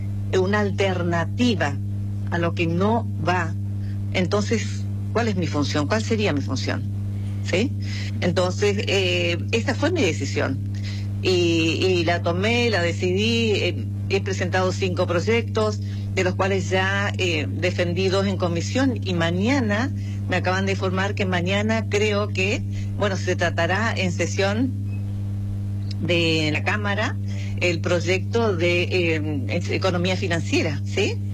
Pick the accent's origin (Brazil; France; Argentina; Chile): Argentina; San Pedro, Misiones; Yo soy misionera, tengo los pies sobre la tierra y vengo, mire, nací, me crié en San Pedro, trabajando en la chacra